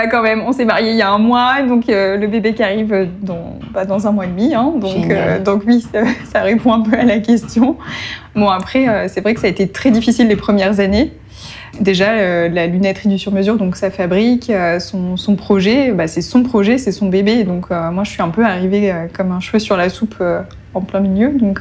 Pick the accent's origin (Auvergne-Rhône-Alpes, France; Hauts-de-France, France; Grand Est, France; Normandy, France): Grand Est, France; j'étais proche du Luxembourg. Donc, je m'étais dit, si jamais ça fonctionne pas ici, je retournerai peut-être en Lorraine et je pourrais bosser au Luxembourg en tant qu'opto.